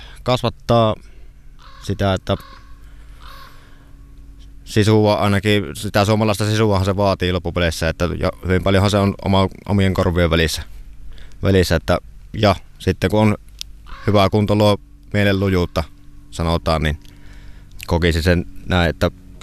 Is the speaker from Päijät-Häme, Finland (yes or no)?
no; Iisalmi, North Savo, Finland; Minä olen Iisalammesta kotoisin.